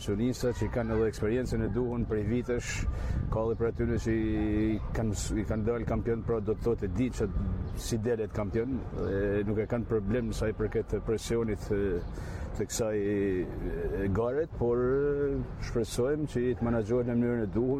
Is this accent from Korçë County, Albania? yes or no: no; Shkodër County, Albania